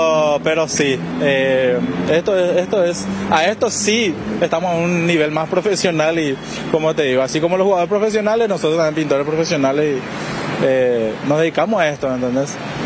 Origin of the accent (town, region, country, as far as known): Paraguay